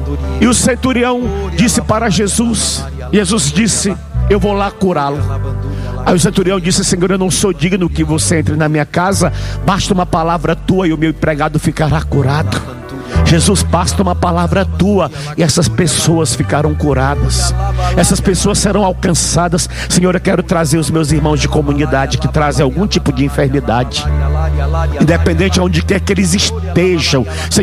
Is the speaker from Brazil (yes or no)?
yes; Tocantins, Brazil; moved away